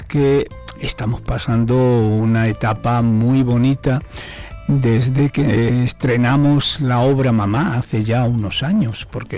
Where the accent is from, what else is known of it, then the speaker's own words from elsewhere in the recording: Cádiz, Andalusia, Spain; en todos los sitios menos en mi tierra, que soy de Cádiz.